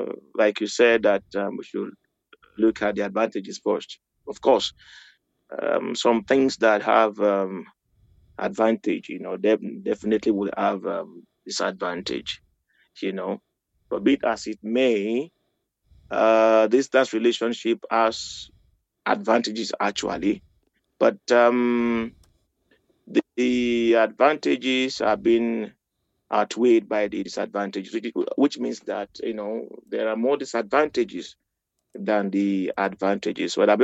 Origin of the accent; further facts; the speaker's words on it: Nigeria; now in Eisenstadt, Austria; I reside here in Eisenstadt and I'm originally from Nigeria.